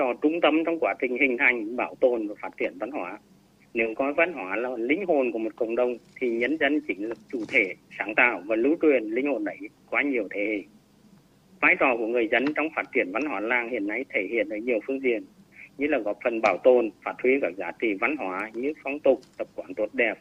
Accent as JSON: {"language": "Vietnamese", "region": "Hà Tĩnh", "country": "Vietnam", "tie": "born or raised there"}